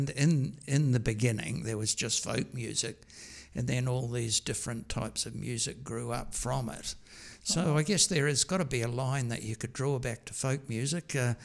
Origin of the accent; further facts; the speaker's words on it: Tokoroa, Waikato, New Zealand; moved away; I went down to a town called Tokaroa, which is my hometown.